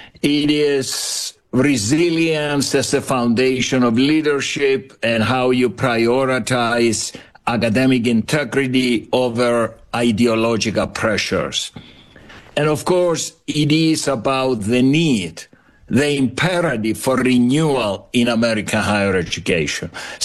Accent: Cyprus; also born or lived in Famagusta; Yeah, I was born on the island of Cyprus. I'm Greek Cypriot. Actually, my wife and I were both Greek Cypriots. We grew up in Cyprus. And Jason, I was born in a very small village, no more than 1,000 people, this back in the 1950s.

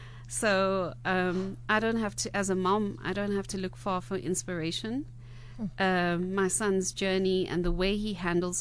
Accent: South Africa; we are South African.

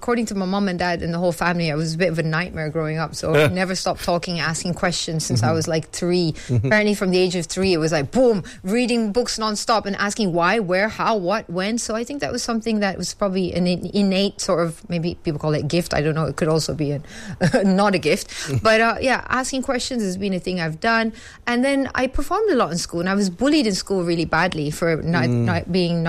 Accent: Shah Alam, Selangor, Malaysia; also born or lived in Ireland / Sungai Buloh / Petaling Jaya; So even though I was born in Ireland, but I was raised here in Malaysia. Mm. So I was raised in Shah Alam, in Sungai Buloh. Mm-hmm. I was raised in PJ.

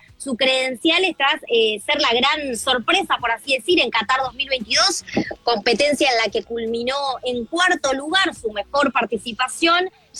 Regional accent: Santa Fe, Argentina; Yo soy de Santa Fe.

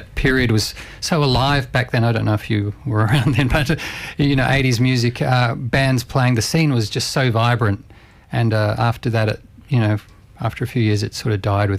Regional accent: Perth, Western Australia, Australia; moved away; We're from Perth, Western Australia. We all started a band when we were still teenagers

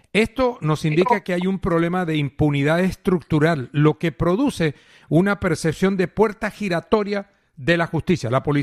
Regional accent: Colombia; los colombianos

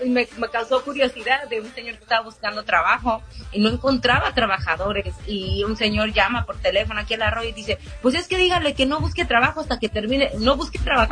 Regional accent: Mexico; Nosotros amamos a los colombianos y ustedes saben, nosotros como mexicanos amamos los colombianos

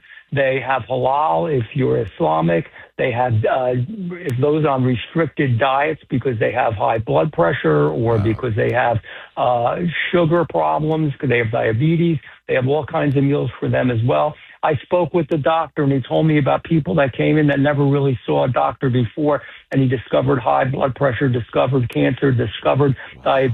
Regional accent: Paterson, New Jersey, United States; I'm proud to be from New Jersey. You know, I grew up in Paterson, New Jersey.

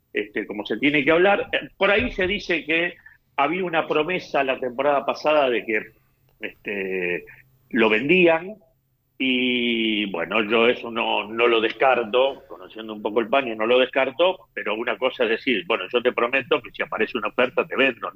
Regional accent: Argentina; moved away; also born or lived in Madrid, Spain; yo también soy súper argentino

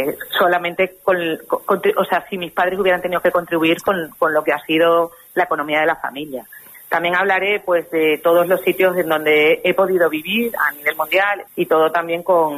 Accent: Jarais de la Vera, Extremadura, Spain; Y es como alguien de un pueblo de Extremadura, de un pueblo chiquitito, que yo soy de Jarais de la Vera

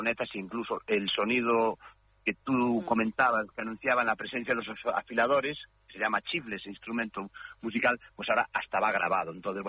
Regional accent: Galicia, Spain; Sí, o sea, yo soy de Galicia, por si no se nota. El afilador es una profesión gallega.

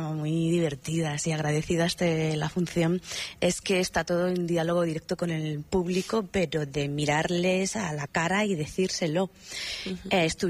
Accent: Spain; Yo sí me considero española, me considero filipina.

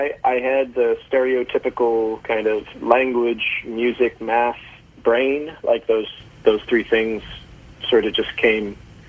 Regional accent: Maryland, United States; also born or lived in St. Louis, Missouri; So I grew up mainly in Maryland, but with 3 formative years in St. Louis, where I learned to play baseball and learned to build tree forts

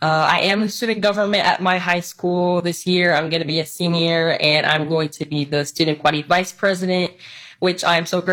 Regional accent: United States; born there; Like you said, I am a Ghanaian American, I guess, first generation. My parents are both immigrants. I was born here and I love my country.

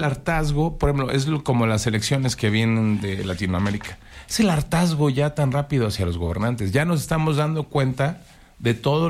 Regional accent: Aguascalientes, Mexico; Pues somos iguales, somos mexicanos. Somos hermanos, somos hidrocálidos.

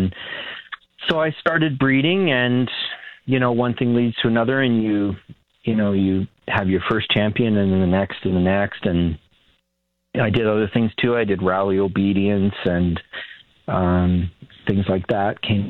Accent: Coldwater, Ontario, Canada; I grew up near Coldwater, which is where I still live. I'm just south of Midland. But, you know, I was raised on a farm, and so we had sheep and cattle and pigs.

